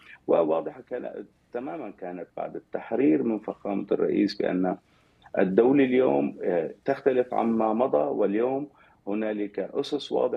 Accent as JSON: {"language": "Arabic", "country": "Syria", "said": "اليوم نحن كسوريين نريد بناء دولة حقيقية،"}